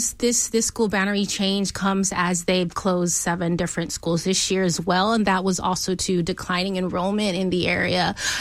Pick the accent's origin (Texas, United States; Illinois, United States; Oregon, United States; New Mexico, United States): Texas, United States; Fort Bend County; I grew up in Fort Bend County. I went to a Fort Bend school district.